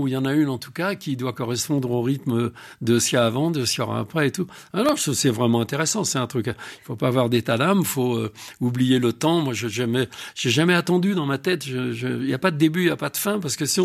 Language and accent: French; Montmirail, Grand Est, France; also born or lived in Romilly-sur-Seine, Aube; Moi, je viens de Montmirail, dans la Marne. Je suis né à Romilly-sur-Seine, dans l'Aube. Après, quand j'ai eu 6-7 ans, on est parti à Montmirail, dans la Marne. Un petit village et tout.